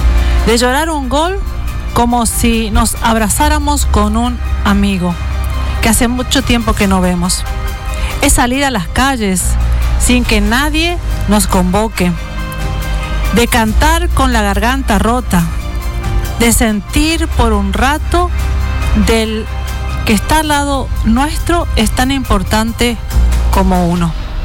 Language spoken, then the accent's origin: Spanish; Argentina; Durante un rato somos simplemente argentinos.